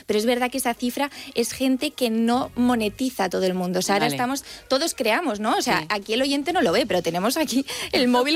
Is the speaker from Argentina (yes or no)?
no; Barcelona, Catalonia, Spain; Soy de Barcelona.